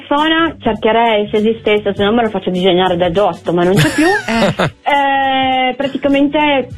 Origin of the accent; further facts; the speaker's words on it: Saluzzo, Piedmont, Italy; now in Rossana, Italy; Ma io sono di Saluzzo, nativa di Saluzzo, cresciuta a Saluzzo.